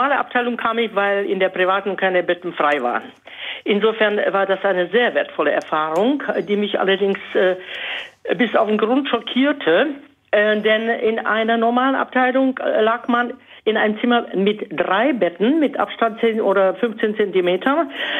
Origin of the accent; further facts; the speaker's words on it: Bohemia, Czechia; Ich komme aus Böhmen.